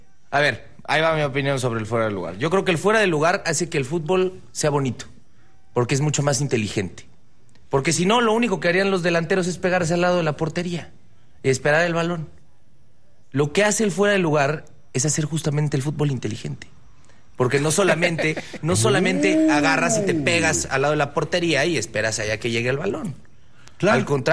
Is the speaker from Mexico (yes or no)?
yes; Mexico; lo digo como mexicano